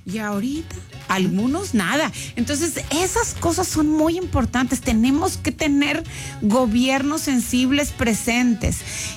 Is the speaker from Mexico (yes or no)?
yes; Monterrey, Nuevo León, Mexico; porque además así somos los regios.